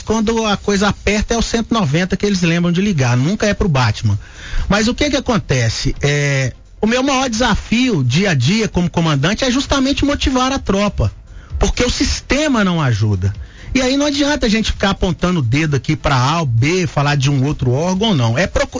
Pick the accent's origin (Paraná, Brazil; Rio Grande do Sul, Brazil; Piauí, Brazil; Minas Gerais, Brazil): Minas Gerais, Brazil; Caratinga; moved away; meus familiares em Caratinga, minha terra natal, né?